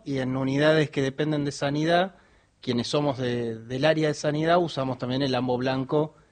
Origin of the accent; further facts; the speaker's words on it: Buenos Aires, Argentina; also born or lived in Aldo Bonzi; Acá, soy porteño.